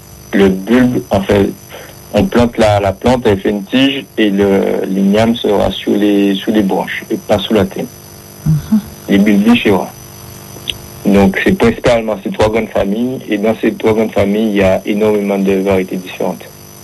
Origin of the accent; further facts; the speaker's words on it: Les Abymes, Guadeloupe, France; Et moi, en fait, je suis originaire des Grands Fonds, Grand Fond des Abîmes.